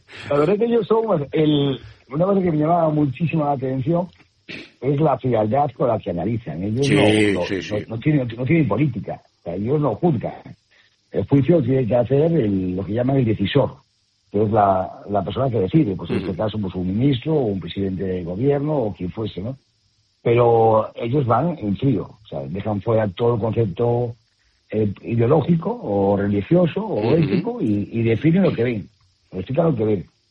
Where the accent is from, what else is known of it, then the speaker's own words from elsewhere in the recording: Galicia, Spain; somos muy gallegos